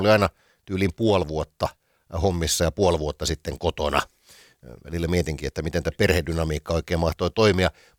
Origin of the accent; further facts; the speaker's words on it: Hollola, Päijät-Häme, Finland; Mä asuin pikkupoikana tuolla Lahden seudulla Hollolassa, ja meidän naapuri oli merimies.